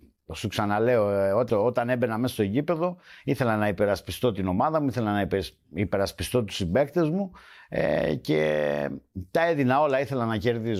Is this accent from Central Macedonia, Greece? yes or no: no; Agia Varvara, Attica, Greece; Στην πλατεία, στα Καμίνια, εκεί στην Αγία Βαρβάρα, εκεί που μεγάλωσα, ναι, παίζαμε μπάλα.